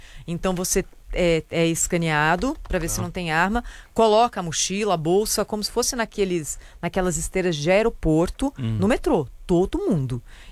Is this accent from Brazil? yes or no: yes; Brazil; eu, como brasileira